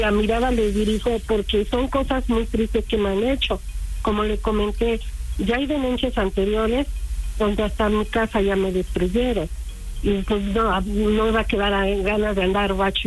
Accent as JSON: {"language": "Spanish", "town": "Tlachichuca", "region": "Puebla", "country": "Mexico", "said": "Sí, porque soy de Tlalichuca"}